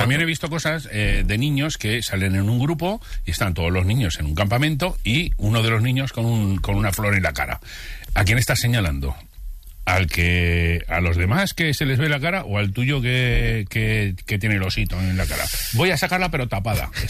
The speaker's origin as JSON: {"language": "Spanish", "town": "Zaragoza", "region": "Aragon", "country": "Spain", "said": "soy de Zaragoza."}